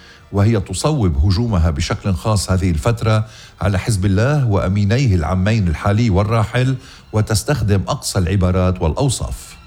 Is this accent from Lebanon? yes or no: yes; Lebanon; هيدا بلدنا لبنان.